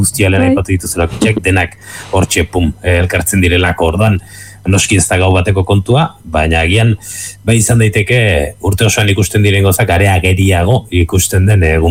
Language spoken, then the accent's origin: Basque; Basque Country, Spain; moved away; gure kasuan Goierri aldean ni nerabean intzenean